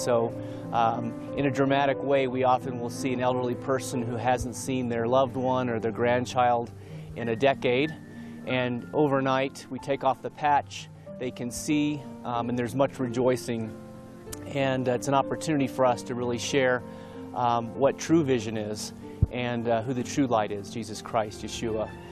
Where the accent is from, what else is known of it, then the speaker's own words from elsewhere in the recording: United States; I'm from the United States, and this is my first outreach with Jewish Voice.